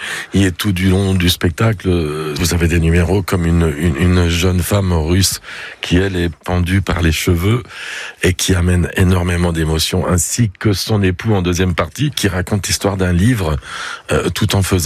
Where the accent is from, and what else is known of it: Reims, Grand Est, France